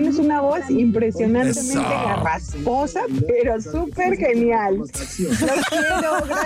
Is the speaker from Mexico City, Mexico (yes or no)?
no; Guadalajara, Jalisco, Mexico; Soy de Guadalajara.